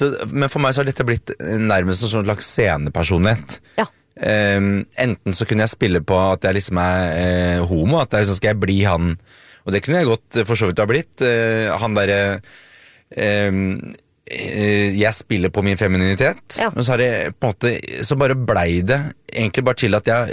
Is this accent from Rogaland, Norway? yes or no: no; Oslo, Norway; Nei, jeg vokste opp på Sagene, men jeg har altså en far fra Gudbrandsdalen og en mor fra Indre Østfold.